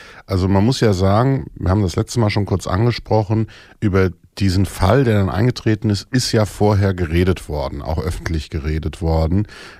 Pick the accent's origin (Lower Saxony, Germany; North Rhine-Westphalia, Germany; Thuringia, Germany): Thuringia, Germany